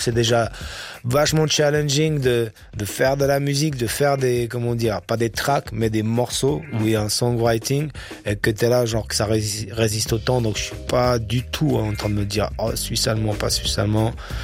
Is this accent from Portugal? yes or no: no; Paris, Île-de-France, France; c'était vraiment moi, je suis parisien et lui il est marseillais déjà